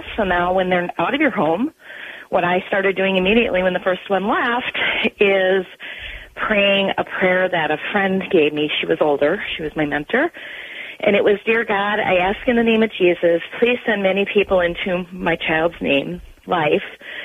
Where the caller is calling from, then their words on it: Wisconsin, United States; Oh, we're right on the lake between Green Bay and Sheboygan, kind of.